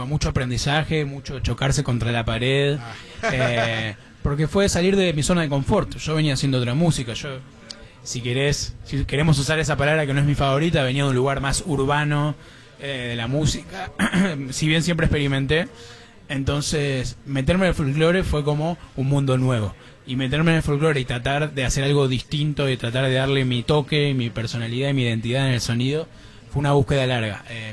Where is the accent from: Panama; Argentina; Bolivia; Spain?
Argentina